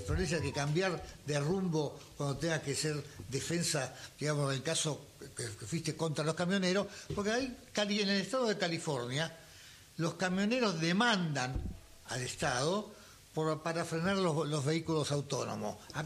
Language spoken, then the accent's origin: Spanish; Argentina; Quien tiene como yo 56 años de empresario argentino sobreviviente.